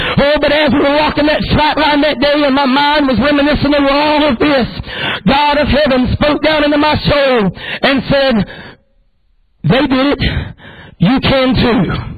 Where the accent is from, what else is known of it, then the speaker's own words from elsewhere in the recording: United States; I am American and I know the history of our great country.